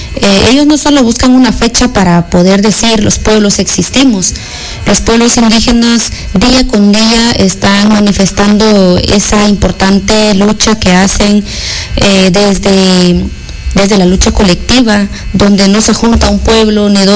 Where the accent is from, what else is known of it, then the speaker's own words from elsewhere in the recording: Guatemala; así también los derechos que nos corresponden como ciudadanos guatemaltecos